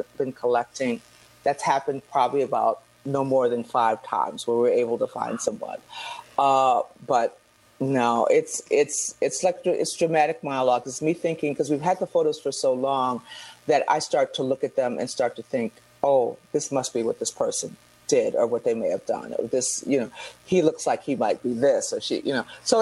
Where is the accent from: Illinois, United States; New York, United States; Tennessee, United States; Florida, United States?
Illinois, United States; Chicago; I'm from Chicago.